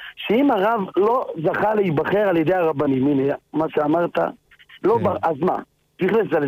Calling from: Jerusalem, Jerusalem District, Israel

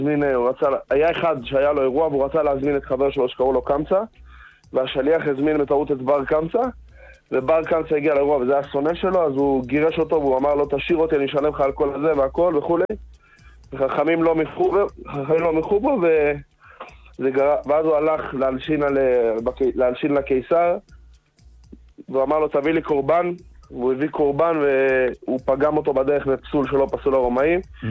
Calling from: Jerusalem, Jerusalem District, Israel

